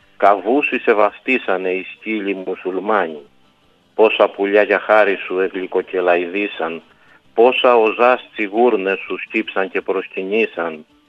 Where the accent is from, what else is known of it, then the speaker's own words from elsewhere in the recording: Dafnes, Crete, Greece; Το αφιερώνω στο χωριό μου στις Δαφνές